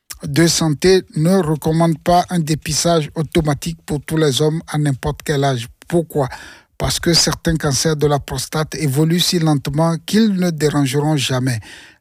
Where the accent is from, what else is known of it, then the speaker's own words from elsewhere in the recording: Belgium; Chez nous, en Belgique, c'est plusieurs milliers de nouveaux cas chaque année